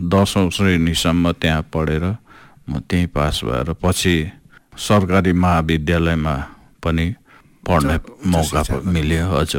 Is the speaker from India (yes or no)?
yes; West Bengal, India; born there; म टकभर चियाबारीमा जन्मेको हुँ र 1960 दशकमा मेरो जन्म भएको हो।